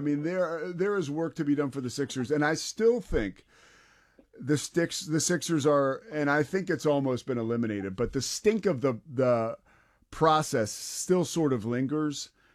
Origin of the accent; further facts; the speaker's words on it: Philadelphia, Pennsylvania, United States; I am from Philadelphia.